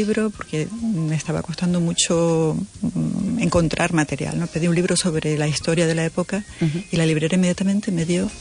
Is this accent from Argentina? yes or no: no; Canary Islands, Spain; De la isla de Gran Canaria.